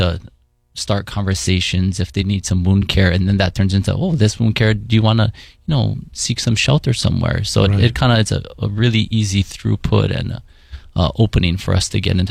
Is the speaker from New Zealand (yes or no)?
no; Honolulu, Hawaii, United States; So I'm born and raised in Hawaii. I grew up in Hawaii Kai. I went to Kaiser.